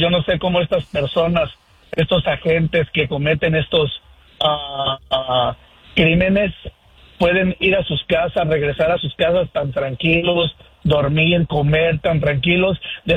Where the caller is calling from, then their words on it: Sacramento, California, United States; aquí del área de Sacramento, California.